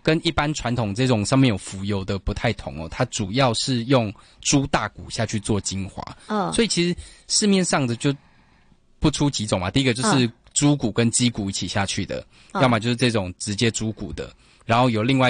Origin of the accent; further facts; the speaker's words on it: Taiwan; 以我们台湾人的口味来说，我觉得。